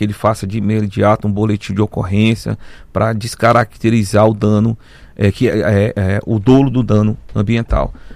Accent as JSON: {"language": "Portuguese", "region": "Roraima", "country": "Brazil", "said": "Sou roraimense aqui, Macuxi. E eu estava entrando na faculdade, na UFRR."}